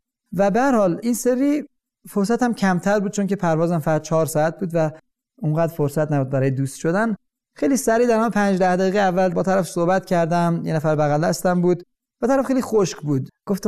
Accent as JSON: {"language": "Persian", "country": "Iran", "said": "منم ایرانی هستم"}